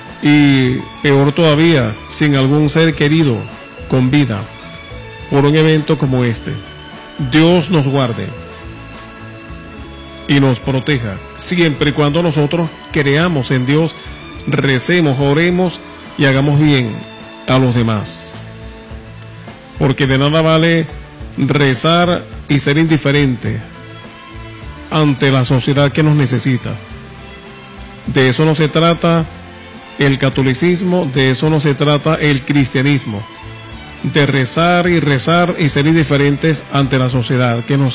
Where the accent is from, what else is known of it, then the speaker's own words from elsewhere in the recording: Venezuela; somos todos venezolanos y vivimos en esta tierra.